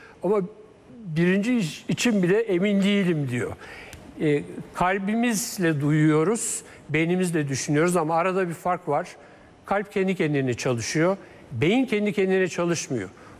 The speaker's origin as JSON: {"language": "Turkish", "town": "Üsküdar", "region": "Istanbul", "country": "Turkey", "said": "Yani ben Üsküdar'lıyım, güzelim, konaklarımız bizim apartmana dönüştü."}